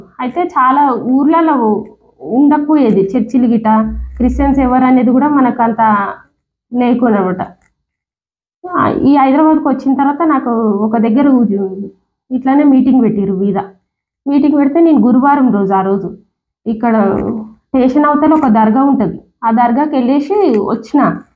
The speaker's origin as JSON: {"language": "Telugu", "region": "Karnataka", "country": "India", "said": "అంటే మాది కర్ణాటక అని చెప్పిన నేను."}